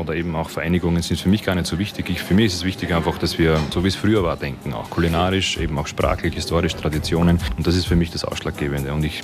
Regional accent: Ostlieb, Burgenland, Austria; Und der zweite Bäcker, das ist der Bäcker Schummig aus Ostlieb. Das ist der Ort, wo ich herkomme.

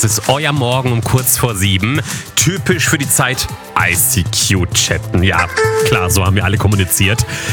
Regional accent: Baden-Württemberg, Germany; accent: Kurpfälzisch or Badisch; Also ich bin im Badenerland aufgewachsen, zwischen Karlsruhe und Heidelberg. Wir schwätzen da so ein bisschen wie Bühlen-Chelan, das ist so ein bisschen kurpelzisch oder badisch, egal wie.

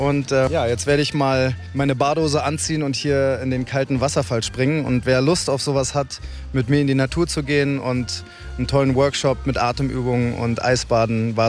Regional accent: Berlin, Germany

